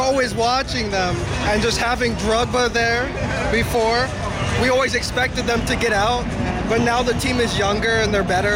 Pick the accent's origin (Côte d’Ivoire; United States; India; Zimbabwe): Côte d’Ivoire; I grew up in the Ivory Coast. I love it there.